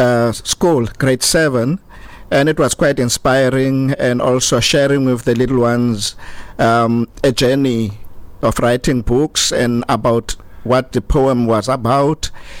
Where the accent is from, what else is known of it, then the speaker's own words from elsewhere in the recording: George, Western Cape, South Africa; because I grew up in an environment of Xhosa, Afrikaans, and English. How I grew up in George and Rosemore, a township called Rosemore, where I grew alongside with Afrikaans-speaking people, like colored-speaking people, and I'm Sotho by origin.